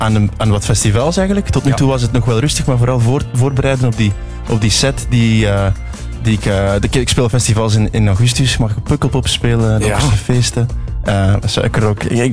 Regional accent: Zelzate, Flanders, Belgium; born there; mijn geboortedorp is Zelzaten. Dus eigenlijk de vertaling is Salt City. Dat is aan de haven aan de grens met Nederland.

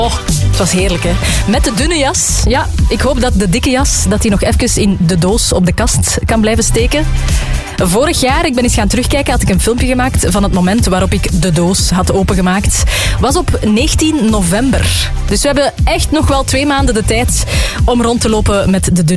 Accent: Londerzeel, Flemish Brabant, Belgium; In mijn dialect, ik ben Wallonderzeel oorspronkelijk, zeggen ze 10 uur en een chic.

